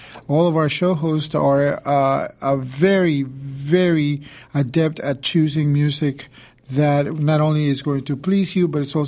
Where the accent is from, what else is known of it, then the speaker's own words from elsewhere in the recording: New Orleans, Louisiana, United States; I grew up in Mid-City.